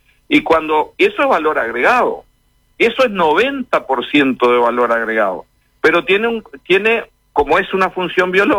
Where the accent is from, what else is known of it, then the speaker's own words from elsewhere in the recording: Montevideo, Uruguay; born there; Muchos que somos montevideanos